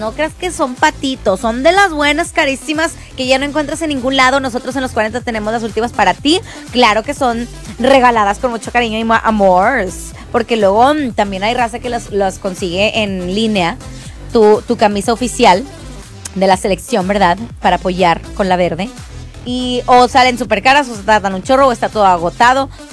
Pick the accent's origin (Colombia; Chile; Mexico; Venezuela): Mexico; Así somos los mexicanos.